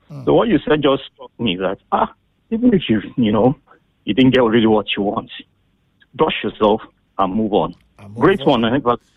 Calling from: Lagos, Nigeria; I'm calling from Lagos Island. Lagos mainland, sorry.

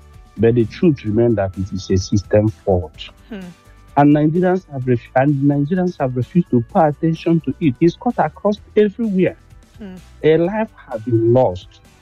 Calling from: Ontario, Canada; I'm calling from Ontario in Canada.

